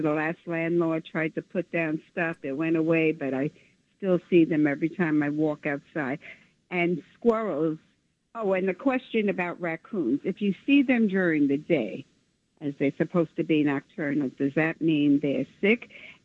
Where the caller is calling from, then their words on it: New York City, New York, United States; from the Bronx.